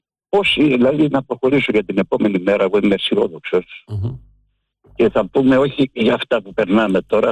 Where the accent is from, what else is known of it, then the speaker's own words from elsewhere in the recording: Peloponnese, Greece; εμείς είμαστε από την άλλη μεριά, από το άλλο φορές, από τη Λακωνία.